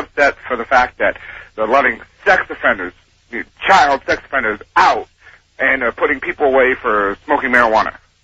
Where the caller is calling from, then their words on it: Yuba City, California, United States; from Yuba City, California.